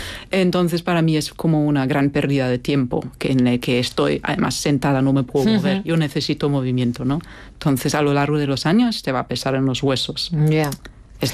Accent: Germany; moved away; also born or lived in Madrid / London; soy alemana en una zona donde mayormente se ha votado por el Brexit.

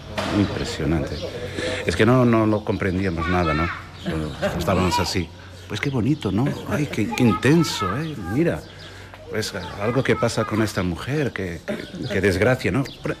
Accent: Portugal; Spanish is a second language; soy también de Portugal, sí.

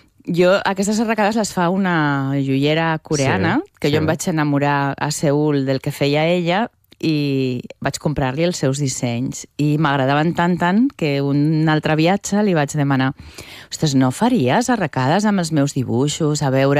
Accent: Zaragoza, Aragon, Spain; moved away as an adult; now in Catalonia, Spain

